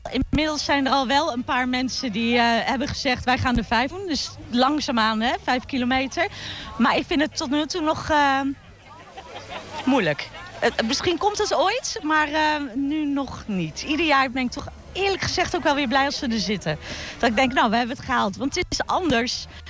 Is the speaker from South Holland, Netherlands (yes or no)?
no; Wolfheze, Gelderland, Netherlands; Wij komen bijna allemaal uit Wolfees of de gemeente Renkum. En we kennen elkaar ons hele leven al.